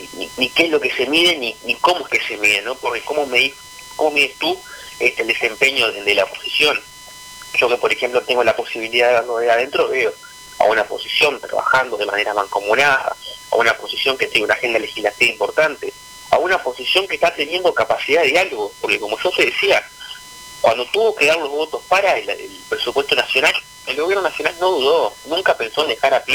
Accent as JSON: {"language": "Spanish", "region": "Rocha", "country": "Uruguay", "tie": "born there", "moved": "as an adult", "lives_now": "Montevideo, Uruguay", "said": "Yo nací en la ciudad de Rocha, y como muchos jóvenes me vi exiliado en la capital por estudiar, ¿no?"}